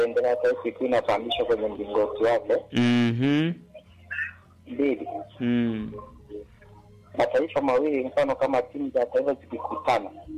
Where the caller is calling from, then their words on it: Serengeti, Mara, Tanzania; kutoka mkoa wa Mara.